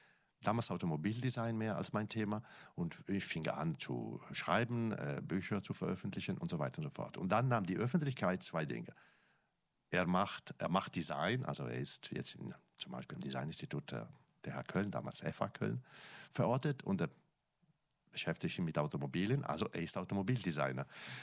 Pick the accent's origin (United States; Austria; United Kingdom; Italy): Italy; German is a second language; now in Germany; Als ich als Italiener irgendwann nach Deutschland kam, wollte ich gerne Generalist sein.